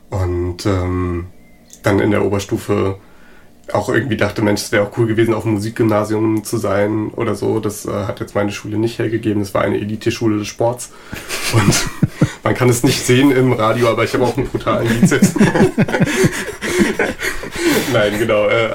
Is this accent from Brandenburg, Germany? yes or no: no; Koblenz, Rhineland-Palatinate, Germany; moved away as an adult; now in Northern Germany; Nicht mal ansatzweise norddeutsch geboren. Nee, hm. Ich bin im Rheinland groß geworden, ja. In der Nähe von Koblenz. Ich bin in Koblenz geboren, bin also eigentlich Koblenzer Schengelsche. Und dann bin ich hochgezogen, genau für den Job und übers Studium so nach und nach nach Norden gewandert.